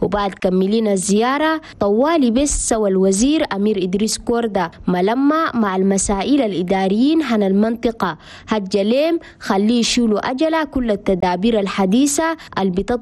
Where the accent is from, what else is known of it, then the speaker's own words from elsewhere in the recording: Chad; حكومة هنا بلدنا تشاد قاعدة بتجاهد عشان تحسن الدروب والشوارع هنا العاصمة نجمينا وحتى في الأقاليم